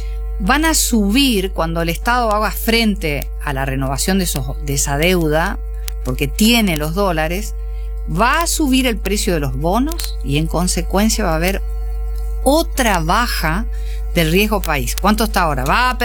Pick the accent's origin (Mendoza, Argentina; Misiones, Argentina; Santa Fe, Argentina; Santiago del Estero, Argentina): Santa Fe, Argentina; Avellaneda; yo nací en Avellaneda y en Avellaneda está la fábrica de implementos agrícolas Dolby. Es histórico. Yo nací con eso. Yo nací con Vicentín, yo nací con Dolby. Nací ahí en un clima muy industrial, empresarial, con la Unión Agrícola de Avellaneda